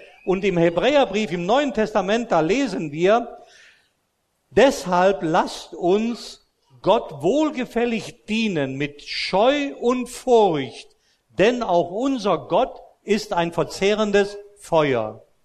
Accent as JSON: {"language": "German", "country": "Austria", "tie": "born or raised there", "said": "Ich bin ja in Österreich groß geworden, als römisch-katholischer Christ, ordentlich erzogen"}